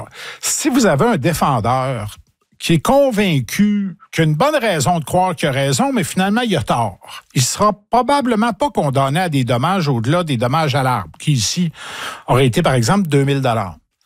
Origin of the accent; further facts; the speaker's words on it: Nicolet, Quebec, Canada; moi, je viens de Nicolette.